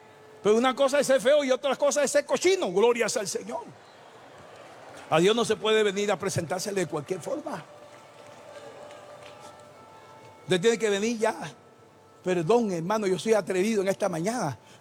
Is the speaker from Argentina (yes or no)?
no; Panama; Yo soy el panameño.